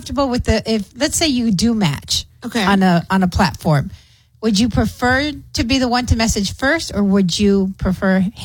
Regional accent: Clint, Texas, United States; I grew up in Clint

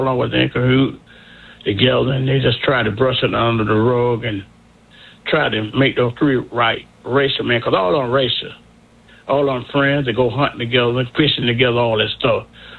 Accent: New York, United States; growing up in Brooklyn myself.

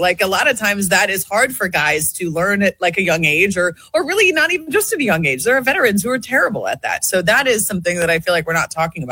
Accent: Midwest, United States; I'm probably a little biased just because I grew up in the Midwest.

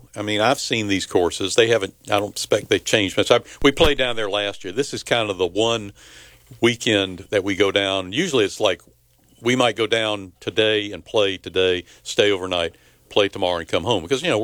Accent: Orangeburg, South Carolina, United States; moved away; I grew up in Orangeburg

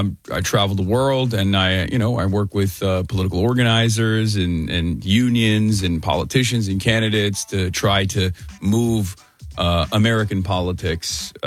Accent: Turkey; moved away as an adult; also born or lived in New Jersey, United States; now in United States; Well, not raised in New Jersey, but born in New Jersey, went back to Turkey, grew up in Turkey, and then came back for college.

